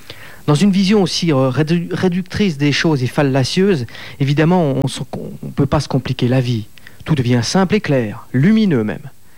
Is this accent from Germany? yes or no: no; Switzerland; puisqu'il se trouve que je suis suisse